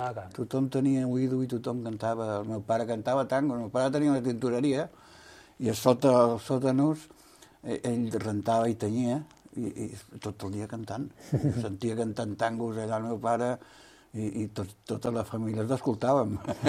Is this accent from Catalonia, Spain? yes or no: yes; Cubelles, Catalonia, Spain; also born or lived in Vilanova i la Geltrú; jo vaig néixer a Vilanova … És quan vaig vindre a Cubelles, de molt petit, que vaig vindre aquí